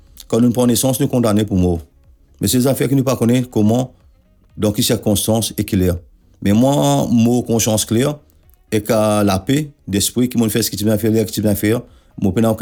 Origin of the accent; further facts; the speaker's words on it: Mauritius; Mais en tant que Mauricien, en tant que citoyen, moi, je n'ai pas le droit de laisser mon pays brûler.